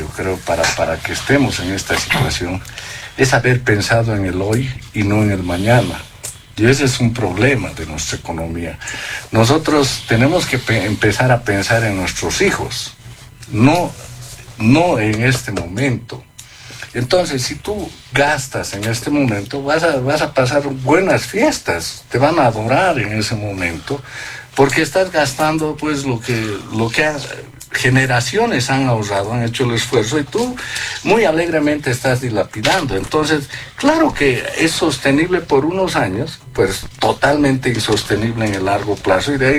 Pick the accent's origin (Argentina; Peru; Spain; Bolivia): Bolivia; nosotros como bolivianos tenemos experiencia